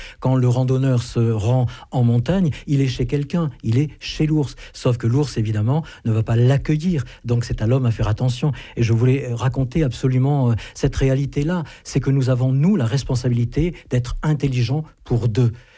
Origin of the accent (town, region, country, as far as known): Auvergne-Rhône-Alpes, France